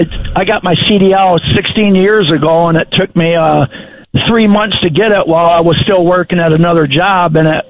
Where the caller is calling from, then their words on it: Michigan, United States; from Michigan, and I just want to tell you I'm thankful for all the work you